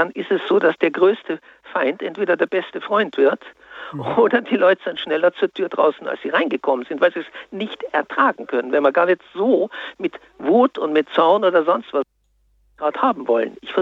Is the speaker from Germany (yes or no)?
no; Vienna, Austria; Ich komme auch aus Wien und habe auch eine Behinderung, wenn Sie so wollen.